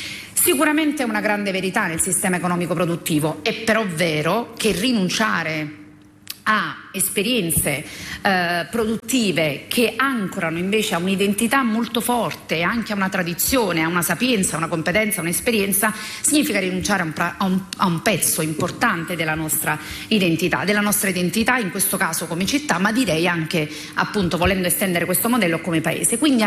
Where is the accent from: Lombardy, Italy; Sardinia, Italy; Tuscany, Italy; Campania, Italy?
Campania, Italy; Naples; come napoletana innanzitutto